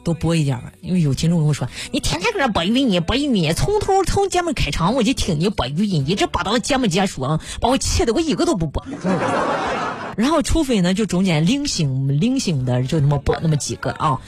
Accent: Rizhao, Shandong, China; moved away; 日照是我的老家

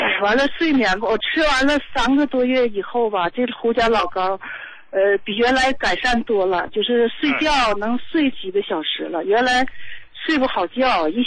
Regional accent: Qiqihar, Heilongjiang, China; 我是黑龙江的，那啥，齐齐哈尔的，71岁了

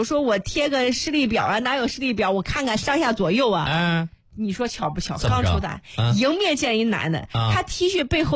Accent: Xuzhou, Jiangsu, China; 江苏徐州的，

